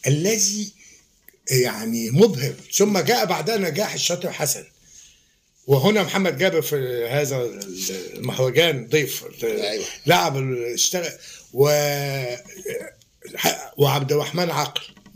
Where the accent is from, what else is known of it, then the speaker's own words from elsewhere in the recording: Egypt; لان احنا عندنا في مصر 16,000 موقع في المحافظات لمسرح الطفل.